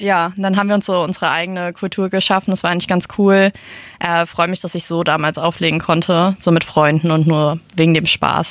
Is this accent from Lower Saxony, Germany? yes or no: no; Hesse, Germany; Tatsächlich bin ich im Hintertaunus aufgewachsen. Ist eher so ein bisschen ländlicher, dörflicher Bereich. Und da gibt's halt keine Clubszene.